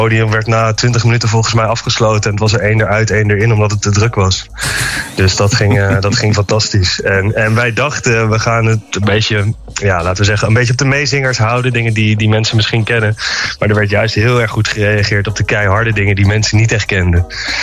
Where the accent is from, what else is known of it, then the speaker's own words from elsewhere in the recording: Arnhem, Gelderland, Netherlands; Ja, je had volgens mij in elke plaatselijke kinderdisco, bij ons in Arnhem in ieder geval ook, had je gewoon van 6 tot 8 of 7 tot 9 op vrijdagavond had je dan een DJ.